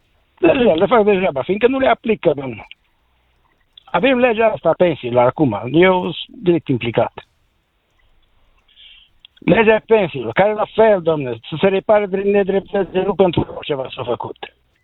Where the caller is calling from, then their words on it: Maramureș County, Romania; eu sunt un pensionar din Maramureș.